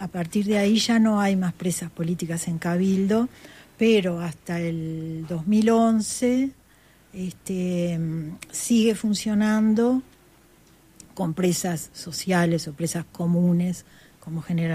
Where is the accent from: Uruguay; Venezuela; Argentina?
Uruguay; Pando, Canelones; soy de la ciudad de Pando